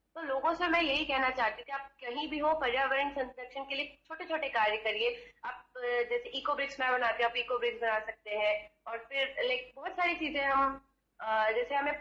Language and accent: Hindi; Kanpur, Uttar Pradesh, India; also born or lived in Bacheli; मैं बेसिकली तो मैं यूपी से बिलोंग करती हूँ, कानपुर से हूँ मैं, बट हम यहाँ शिफ्ट कर गए थे दंतेवाड़ा बचेली में